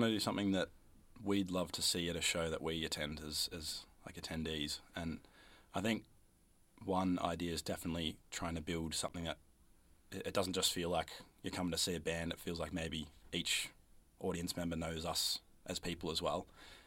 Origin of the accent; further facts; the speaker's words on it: Dromana, Victoria, Australia; the Dramana Drive-In where I grew up